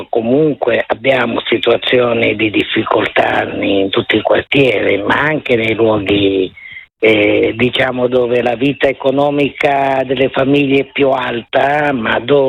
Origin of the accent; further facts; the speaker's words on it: Milan, Lombardy, Italy; perché se no io sono una milanese di prima, una siciliana di prima generazione a Milano.